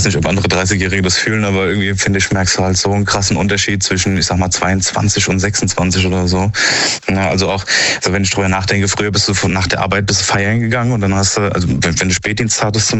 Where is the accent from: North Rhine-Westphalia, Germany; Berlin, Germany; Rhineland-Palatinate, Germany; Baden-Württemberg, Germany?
Rhineland-Palatinate, Germany